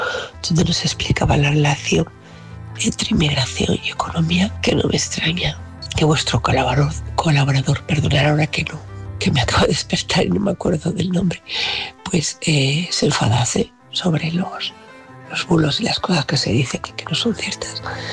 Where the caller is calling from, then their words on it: Tudela, Navarre, Spain; Os escucho este fin de semana desde Tudela de Navarra, mi pueblo.